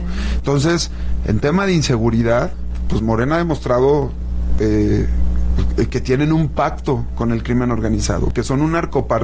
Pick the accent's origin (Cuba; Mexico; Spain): Mexico